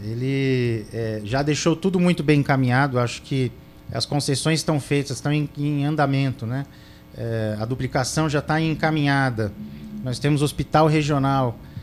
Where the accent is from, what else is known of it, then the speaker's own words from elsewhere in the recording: São Paulo, Brazil; Eu sou de família política da Zona Sul, natural da Zona Sul de São Paulo.